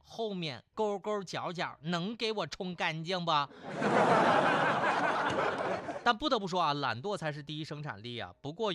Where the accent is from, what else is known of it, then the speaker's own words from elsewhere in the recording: China; 对于我们中国人来说